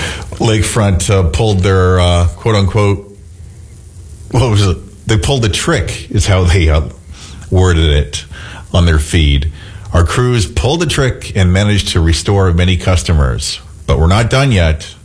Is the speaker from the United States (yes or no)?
no; Kingston, Ontario, Canada; I grew up in Kingston.